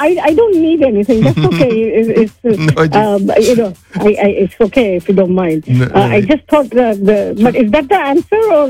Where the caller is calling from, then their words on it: New York City, New York, United States; I'm calling from East Coast, New York City area.